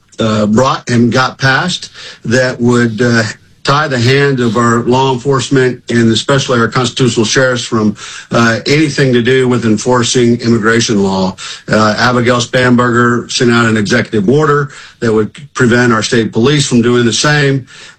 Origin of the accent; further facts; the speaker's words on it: Texas, United States; now in Virginia, United States; I'm a Texan who became a Virginian